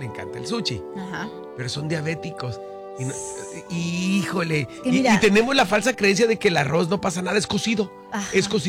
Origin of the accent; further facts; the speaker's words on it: Mexico; No somos japoneses, somos mexicanos